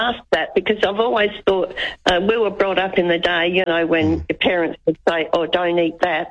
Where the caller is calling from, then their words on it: South Australia, Australia; I'm ringing from South Australia.